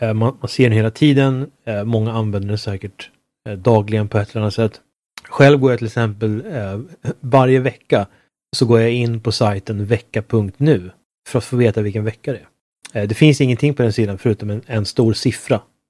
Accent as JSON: {"language": "Swedish", "country": "Sweden", "said": "Men det kan inte jag säga. Jag är svensk."}